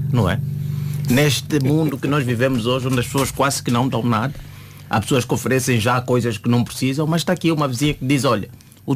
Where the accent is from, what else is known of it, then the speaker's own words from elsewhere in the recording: Angola; porque até eu, como angolano, conheço e domino-a.